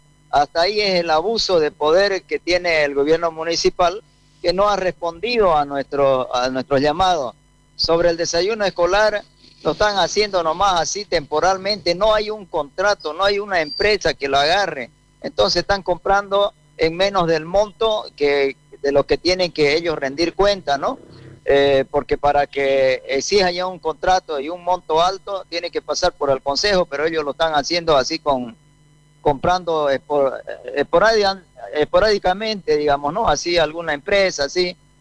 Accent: Montero, Santa Cruz, Bolivia; yo soy montereño y lo quiero, pues, a mi población, ¿no? Entonces, quiero a mi terruño.

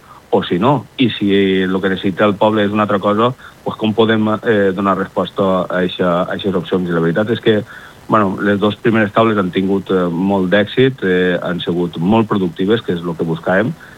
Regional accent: Xeraco, Valencian Community, Spain; tots som de Xeraco

